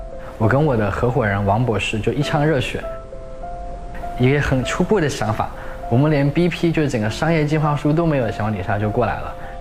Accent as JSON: {"language": "Chinese", "town": "Taipei", "country": "Taiwan", "tie": "born or raised there", "moved": "as an adult", "lives_now": "Beijing, China", "said": "我是台北长大的"}